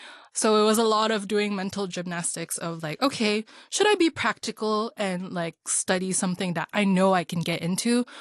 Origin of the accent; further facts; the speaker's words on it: Hong Kong; I grew up here in Hong Kong. I was born and raised here